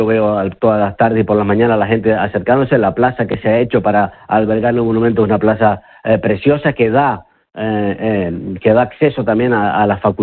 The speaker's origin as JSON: {"language": "Spanish", "region": "Canary Islands", "country": "Spain", "said": "yo soy de la zona, yo soy de San Miguel de Eneto"}